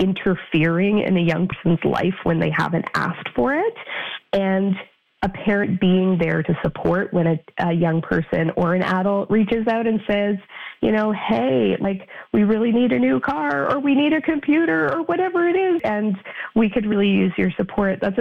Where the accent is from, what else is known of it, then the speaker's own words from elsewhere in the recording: Canada; born there; also born or lived in Saskatchewan / Yukon; I grew up in Saskatchewan and the Yukon, so very, very rural parts of Canada.